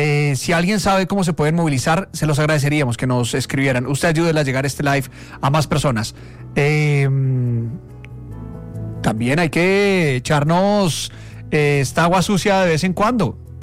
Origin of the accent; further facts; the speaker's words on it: Colombia; Ahora unámonos como colombianos